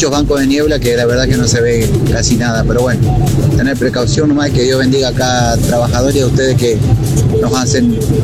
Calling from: Rafaela, Santa Fe, Argentina; Somos de Rafaela

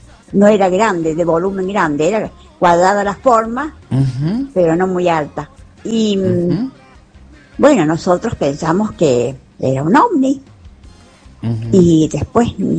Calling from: Villa Mercedes, San Luis, Argentina; vivo en Villa Mercedes. Estuvimos muy poquito viviendo en el campo, y después nos vinimos a vivir acá a Villa Mercedes.

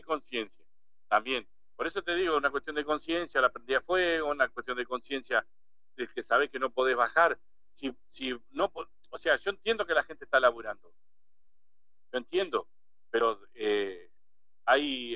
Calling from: Diamante, Entre Ríos, Argentina; es porque somos de Diamante.

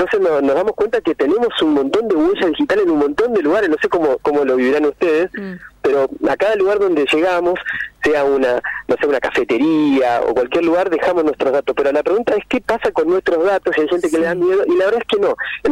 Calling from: Villa Berthet, Chaco, Argentina; La provincia del Chaco, en un pueblo llamado Villa Bertet, pero ahora nos fuimos al campo

